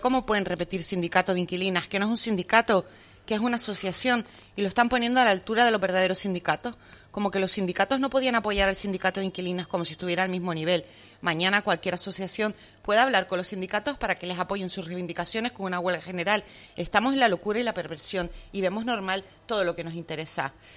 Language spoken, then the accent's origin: Spanish; Canary Islands, Spain; Sí, como nacionalista canario reclamamos...